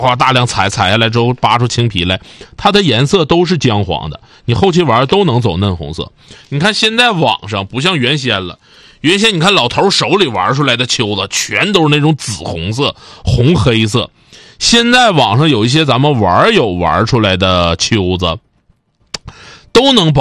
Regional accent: Northeast China, China; 我们出去一说都是说东北人，我们很少有说哎呀我长春人，或者说我是吉林省人，都很少有这么说，很少，但也有，我们大多数都是我们东北人，我们就这么唠。

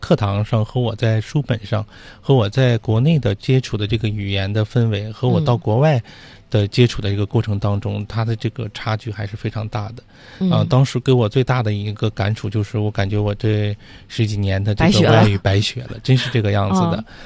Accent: Heilongjiang, China; moved away; 我们老家那边也有一定的一个地域优势，黑龙江嘛，它与俄罗斯的这个接壤，这个边境线也很长，所以说从小也是有这样的一个影响和熏陶的。

